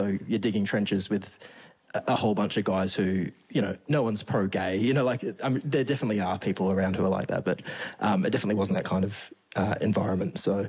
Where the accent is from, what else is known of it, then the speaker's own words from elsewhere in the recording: Geraldton, Western Australia, Australia; It's funny because of what I write now, people kind of know a little bit of that I grew up gay in Geraldton and all of that.